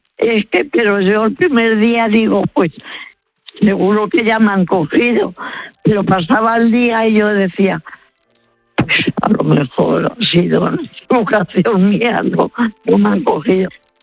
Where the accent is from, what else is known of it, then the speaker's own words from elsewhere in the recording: Madrid, Community of Madrid, Spain; Y ya dije de dónde era, de Madrid.